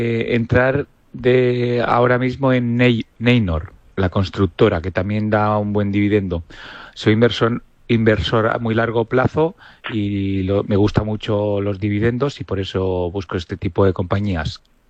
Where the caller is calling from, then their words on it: Barcelona, Catalonia, Spain; de Barcelona